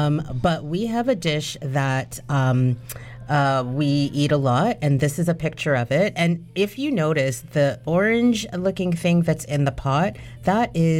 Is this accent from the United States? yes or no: no; Canada; born there; I was born in Canada